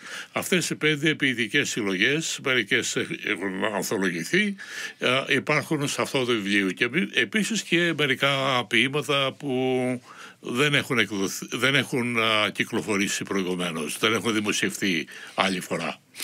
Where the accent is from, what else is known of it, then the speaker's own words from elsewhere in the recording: Greece; moved away as an adult; now in Melbourne, Australia; Αντιμετώπιζα λίγο πολλές δυσκολίες με την ανεργία, και αυτός ήταν και ο λόγος που έφυγα από την Ελλάδα.